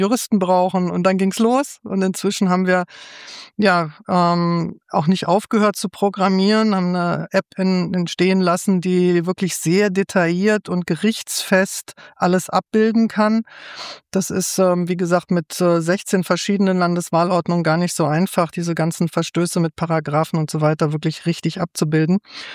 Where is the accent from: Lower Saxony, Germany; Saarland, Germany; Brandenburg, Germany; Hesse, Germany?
Hesse, Germany; Frankfurt am Main; born there; moved away as an adult; also born or lived in Russia; bin ja ein Wessi, in Frankfurt am Main geboren